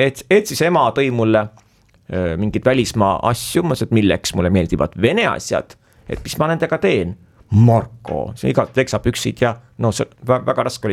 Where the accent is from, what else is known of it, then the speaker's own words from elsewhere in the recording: Viljandi, Viljandi County, Estonia; teie olete Tartu vaim ju, et ma olen Viljandist.